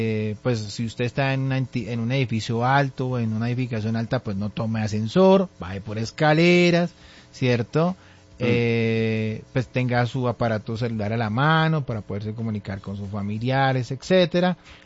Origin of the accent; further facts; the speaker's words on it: Colombia; Para pesar de nosotros como colombianos, pues ya se ha entregado un primer balance